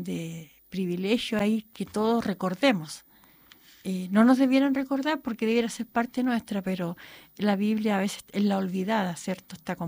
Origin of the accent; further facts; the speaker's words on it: Chile; Todos estamos llamados a celebrar como chilenos